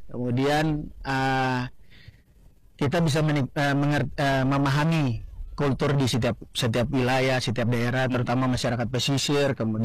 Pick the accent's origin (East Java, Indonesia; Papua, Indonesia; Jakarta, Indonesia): Papua, Indonesia; Serui; saya besarnya di kota Serui dan saya termasuk anak pesisir juga, hidup di pinggir pantai.